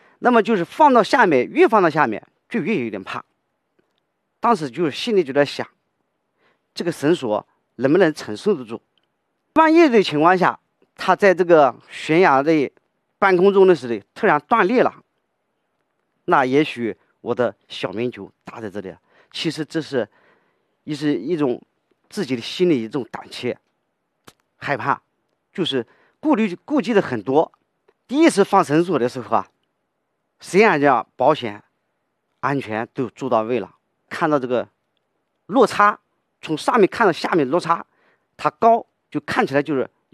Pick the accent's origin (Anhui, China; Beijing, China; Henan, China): Anhui, China; Wuwei; moved away as an adult; now in Huangshan, China; 因为我的老家是在无为，它是鱼米之乡。